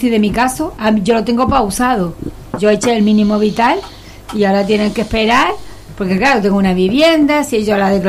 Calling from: Canary Islands, Spain; yo, que soy canaria

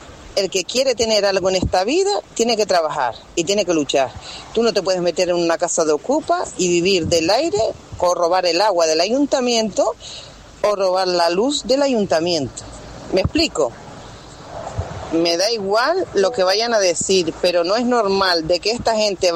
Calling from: Canary Islands, Spain; Y hay otros pobres de aquí, que somos canarios

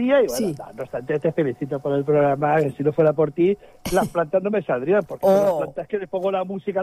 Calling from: Tiana, Catalonia, Spain; En Tiana, María.

